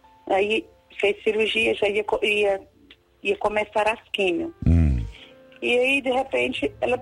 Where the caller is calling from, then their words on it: Guimarães, Minas Gerais, Brazil; Falo de Guimarães, Minas Gerais.